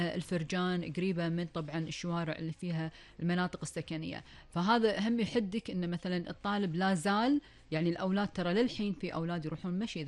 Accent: Kuwait; ديرتنا مو مقصره حتى بولا شيء، تلاقي المدارس بجميع مناطق الكويت

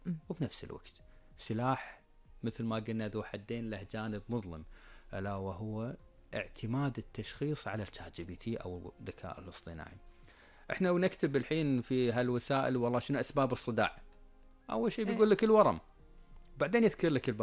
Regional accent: Kuwait

